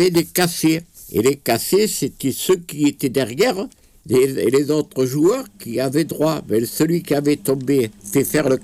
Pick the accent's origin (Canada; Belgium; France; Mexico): France; Champclauson, Occitanie; je suis né à Champclauson le 8 avril 1927. Et pendant toute ma jeunesse de 14 à 20 ans, j'ai joué au quilles au Café des Fleurs à Champclauson.